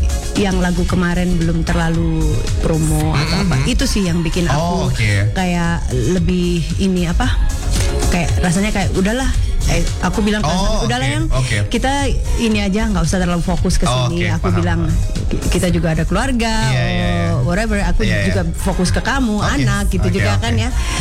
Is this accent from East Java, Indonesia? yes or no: yes; Batu, East Java, Indonesia; born or raised there